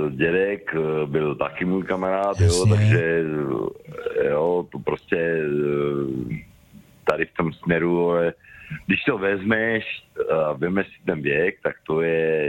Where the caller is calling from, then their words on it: Moravian-Silesian Region, Czechia; No, tak já jsem kousek od Opavy